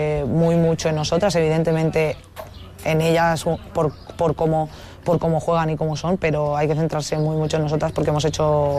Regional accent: Balearic Islands, Spain; presión nos quitamos porque evidentemente somos cuatro mallorquinas y muchísima gente nos escribe y estamos en nuestra casa

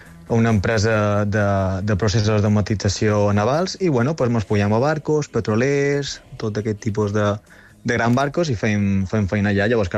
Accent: Inca, Balearic Islands, Spain; Jo soc d'Inca, Inquero.

